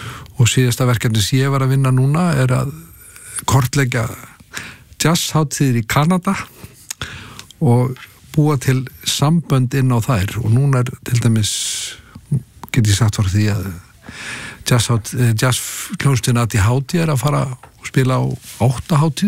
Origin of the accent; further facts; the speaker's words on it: Kópavogur, Capital Region, Iceland; also born or lived in New York; Já, já, ég eldi upp í Kópavogur.